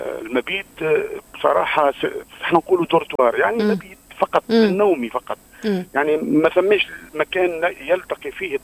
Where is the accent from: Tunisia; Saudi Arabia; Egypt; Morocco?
Tunisia; Sfax, Sfax Governorate; moved away; أنا من صفاقس